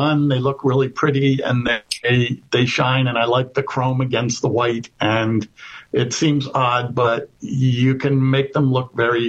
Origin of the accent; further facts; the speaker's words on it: Pennsylvania, United States; I'm from just north of Philadelphia.